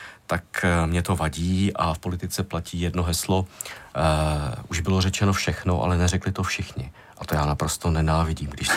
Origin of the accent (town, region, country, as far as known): Vysočina Region, Czechia